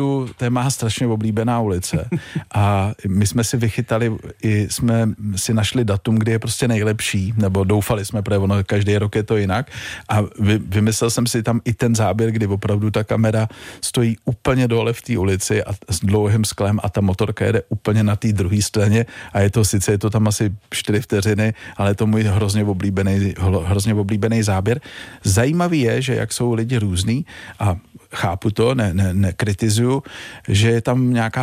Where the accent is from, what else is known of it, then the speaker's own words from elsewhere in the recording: Prague, Czechia; já jsem jako Pražák, narodil jsem se v Praze, Prahu.